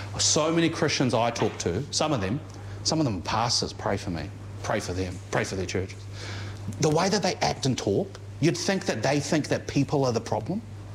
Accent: Auckland, New Zealand; I grew up in Auckland, the land of Uber Eats.

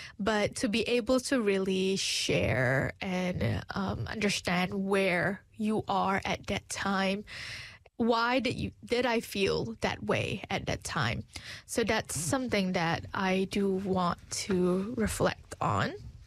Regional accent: Malaysia; I'm from Malaysia. We never walk because it's hot.

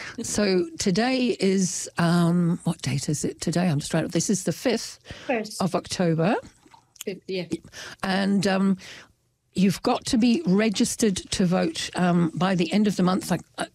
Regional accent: England, United Kingdom; also born or lived in New Zealand; now in Dunedin, New Zealand; I come from England, so I'm still on a quest for belonging because I've got one foot in England and one foot in New Zealand because I've stayed in both places a lot.

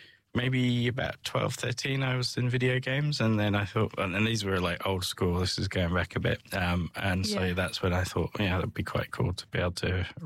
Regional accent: Southampton, South East England, United Kingdom; So I was brought up in England. So mm-hmm. I went to King Edward's School in Southampton, mm-hmm.

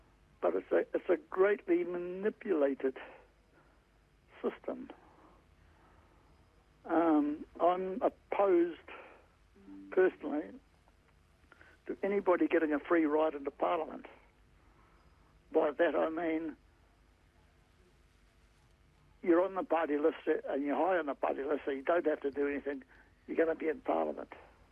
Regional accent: Auckland, New Zealand; moved away as an adult; Born and raised in Auckland. From all places. I came down here 12 years ago.

